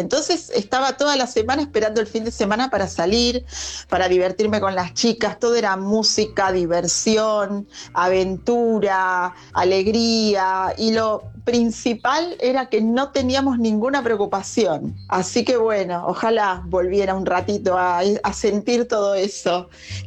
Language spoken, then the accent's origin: Spanish; Temperley, Buenos Aires Province, Argentina; Buenas noches … de Temperley. Yo volvería a mi adolescencia, a mis 15 o 16 años más o menos, que fue cuando empecé a bailar a la matiné en esa época, los años 90